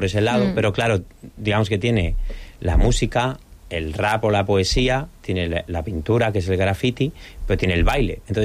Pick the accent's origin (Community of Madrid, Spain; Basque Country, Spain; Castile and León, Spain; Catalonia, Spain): Community of Madrid, Spain; Madrid; now in Santander, Spain; Yo soy de Madrid natural y allí era como más común que esto pasara ya pronto.